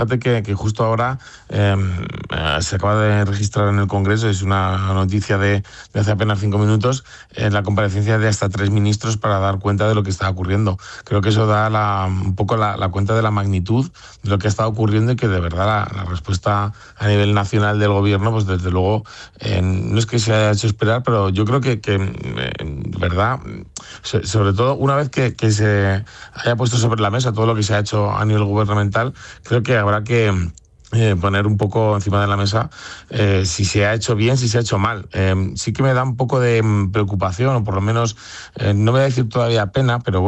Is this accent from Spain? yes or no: yes; Spain